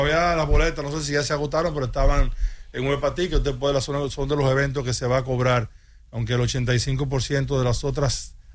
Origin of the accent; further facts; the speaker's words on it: Dominican Republic; Nosotros los dominicanos hicimos un compromiso y tenemos que apoyarlos.